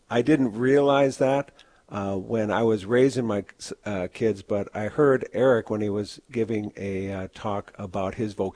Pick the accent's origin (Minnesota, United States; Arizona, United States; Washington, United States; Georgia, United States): Minnesota, United States; St. Paul; I was born and raised in St. Paul. I was the youngest of five